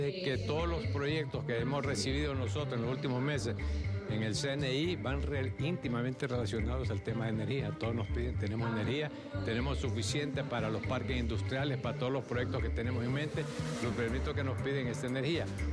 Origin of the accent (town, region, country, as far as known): Honduras